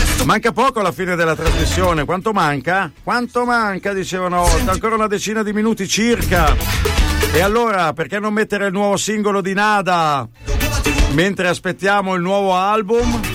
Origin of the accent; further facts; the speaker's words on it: Emilia-Romagna, Italy; Pakistano Reggiano